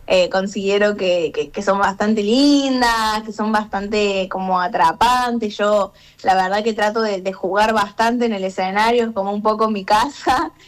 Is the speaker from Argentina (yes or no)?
yes; Río Cuarto, Córdoba, Argentina; moved away as an adult; now in Buenos Aires, Argentina; nací en Córdoba capital, pero al poquito tiempo me fui para Río Cuarto y viví toda mi vida allá.